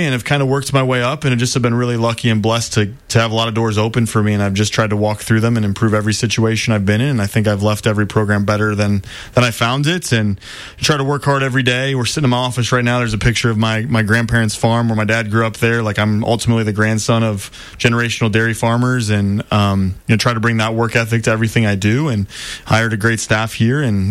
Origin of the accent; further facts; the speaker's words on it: Chicago, Illinois, United States; I grew up in Chicago.